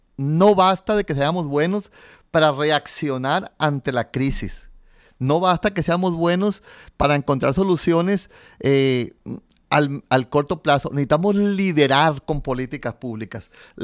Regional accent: Mexico; nosotros somos Estados Unidos mexicanos

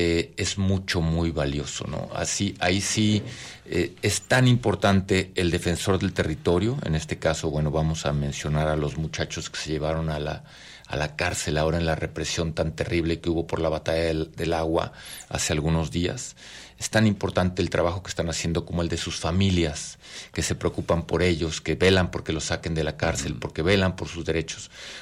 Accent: Guadalajara, Jalisco, Mexico; born there; also born or lived in Puerto Vallarta; Mira, nosotros nacimos aquí en Guadalajara, nos conocimos en el 92, nos casamos en el 95. En el 96 nos fuimos a Puerto Vallarta

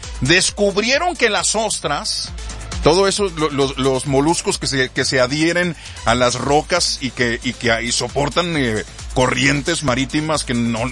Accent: Mexico; born there; gracias por haber nacido en este hermoso México lindo y querido

